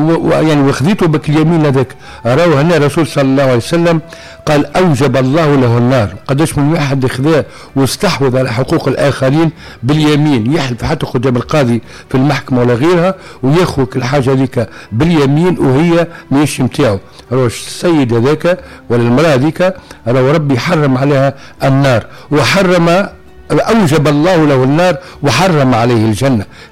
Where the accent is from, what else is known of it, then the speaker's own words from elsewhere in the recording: Tunisia; بلادنا تونس الحبيبة